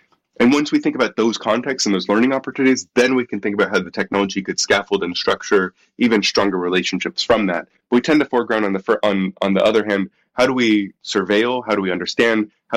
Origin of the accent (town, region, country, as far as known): United States